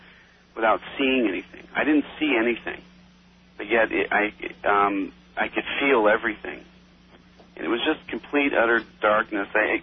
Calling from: Los Angeles, California, United States; I'm in Los Angeles.

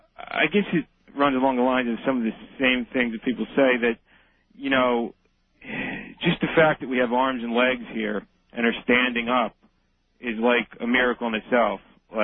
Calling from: King of Prussia, Pennsylvania, United States; And, I'm calling from King of Prussia, Pennsylvania.

